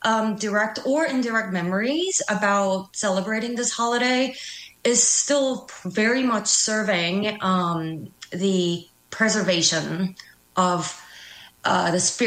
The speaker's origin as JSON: {"language": "English", "region": "Seoul", "country": "South Korea", "tie": "born or raised there", "moved": "as an adult", "lives_now": "United States", "said": "I was born and raised in Korea, Seoul, South Korea, and I moved to the U.S. in 2015 to start my graduate studies."}